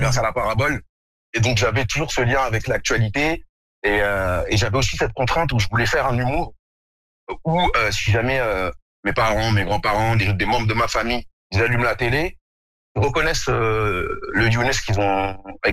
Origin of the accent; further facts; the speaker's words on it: Morocco; quand moi, quand je dis aux gens que je suis marocain, ils me croient pas, ils pensent que je mens.